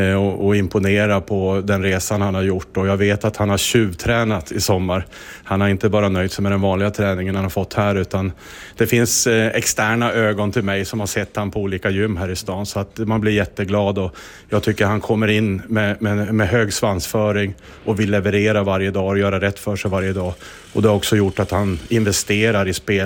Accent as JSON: {"language": "Swedish", "town": "Boden", "region": "Norrbotten County", "country": "Sweden", "moved": "yes", "lives_now": "Sundsvall, Sweden", "said": "Och jag är ju från Boden från början, det är mycket natur och skog och sådana här grejer"}